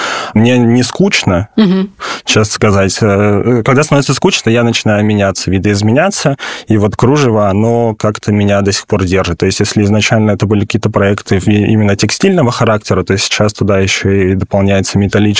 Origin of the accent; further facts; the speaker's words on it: Irkutsk Oblast, Russia; так как я из Иркутской области, это вокруг кочевые народы, и их дом — это как раз-таки ковры.